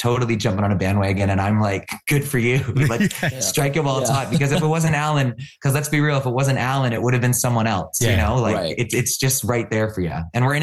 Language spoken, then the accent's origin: English; Canada; And as a Canadian, you know how excited we get when we find out that someone's Canadian.